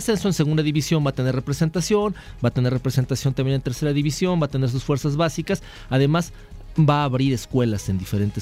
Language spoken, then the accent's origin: Spanish; Mexico; somos mexicanos y hablamos español.